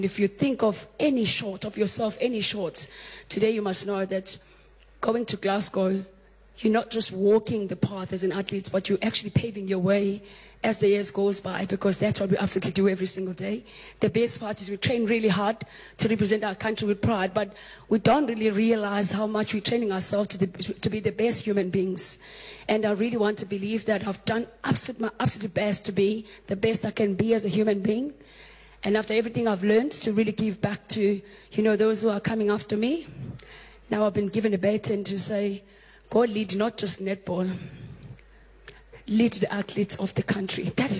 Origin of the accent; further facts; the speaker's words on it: Hammarsdale, KwaZulu-Natal, South Africa; I come from Hammersdale